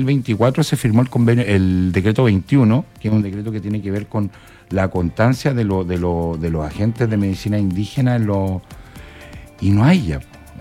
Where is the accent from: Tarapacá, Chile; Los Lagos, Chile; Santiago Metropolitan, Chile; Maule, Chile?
Tarapacá, Chile; ese afecto que tenemos los guarinos con toda la región